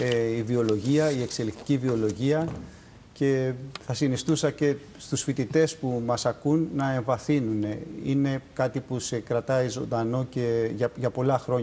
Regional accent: Athens, Attica, Greece; moved away as an adult; now in Crete, Greece; είμαι από την Αθήνα, είμαι στο Γεωπονικό Πανεπιστήμιο Αθηνών, αλλά εδώ και 25 χρόνια έχω ριζώσει στην Κρήτη.

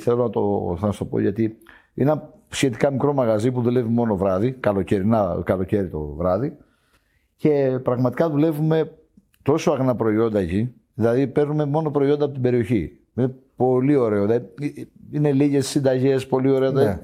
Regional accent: Crete, Greece; born or raised there

